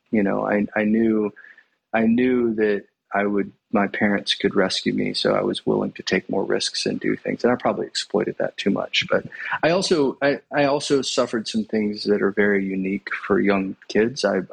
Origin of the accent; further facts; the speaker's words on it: Atlanta, Georgia, United States; moved back to Atlanta when I was 12. But I was the typical rebellious American preacher's kid.